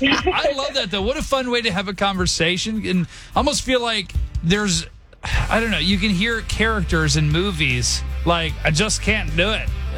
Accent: Stanley, Wisconsin, United States; And that's my buddy from my hometown area, Stanley, Wisconsin.

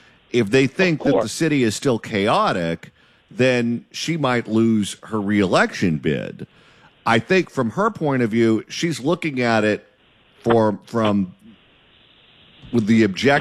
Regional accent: Garden Grove, California, United States; my hometown of Garden Grove.

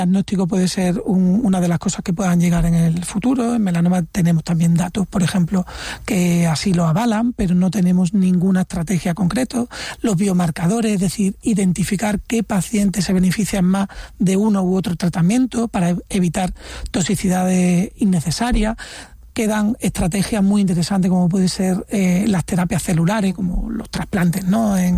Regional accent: Extremadura, Spain; also born or lived in Córdoba; now in Málaga, Spain; Bueno, yo soy extremeño, realmente.

